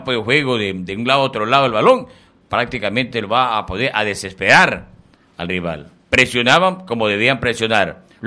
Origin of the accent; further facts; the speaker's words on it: Ecuador; Yo como ecuatoriano